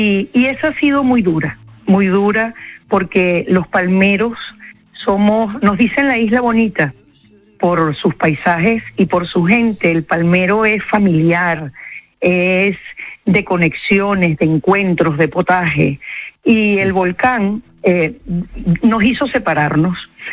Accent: Venezuela; yo vengo de Venezuela, de superar un deslave, una vaguada

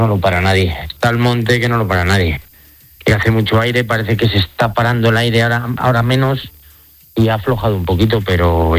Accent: La Nava de Jadraque, Castilla-La Mancha, Spain; No es las Navas de Jadraque, yo soy de la Nava de Jadraque.

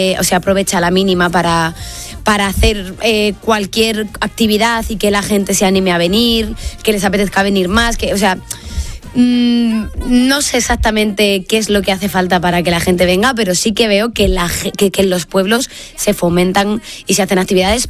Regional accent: Segovia, Castile and León, Spain; he estado en la fiesta de mi pueblo, en el pregón, y es verdad que se abrió y se cerró con esta, pero claro, yo soy de allí

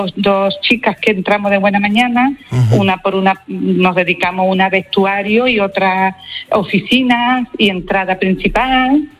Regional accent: Tarifa, Andalusia, Spain; yo soy andaluza, yo estoy aquí, vine aquí buscando trabajo y ya me quedé aquí.

